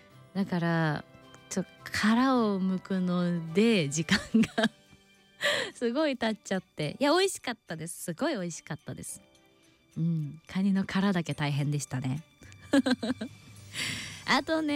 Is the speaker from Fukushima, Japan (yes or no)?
no; Nagoya, Aichi, Japan; 私はね、名古屋出身で10月がお誕生日なんですけども